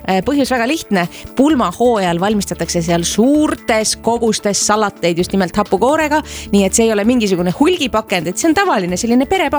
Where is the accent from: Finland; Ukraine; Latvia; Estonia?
Latvia; Estonian is a second language; Ma olen lätlane. Ma olen lätlane